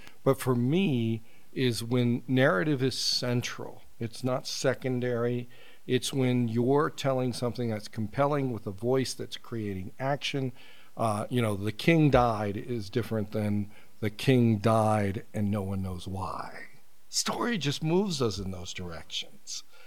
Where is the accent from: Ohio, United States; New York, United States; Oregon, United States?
Ohio, United States; Uniontown; born there; also born or lived in West Virginia; I was born in a small town in Uniontown, Ohio. One stoplight, doesn't have one stoplight now.